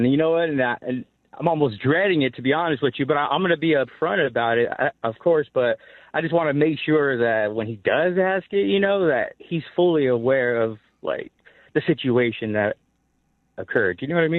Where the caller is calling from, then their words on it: Las Vegas, Nevada, United States; also born or lived in Anaheim; I'm calling from Las Vegas, Nevada. Heard you talking about parenting. So, single father, one child, moved out here from Las Vegas, or from Anaheim to Las Vegas.